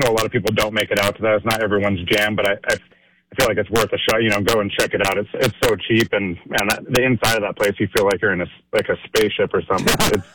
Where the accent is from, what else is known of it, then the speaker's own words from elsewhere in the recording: California, United States; also born or lived in Santa Cruz, California; now in Oregon, United States; I grew up in California. I was in Santa Cruz for 10 years